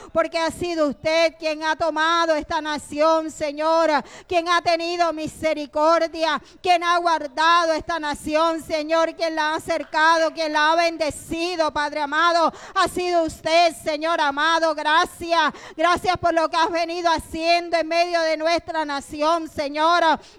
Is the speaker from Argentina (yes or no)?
no; Colombia; como colombianos que somos, Dios mío, aleluya. Dios, que esta nación nos vio nacer, nos ha visto crecer, Señor, que aquí hemos estado formando un hogar, una familia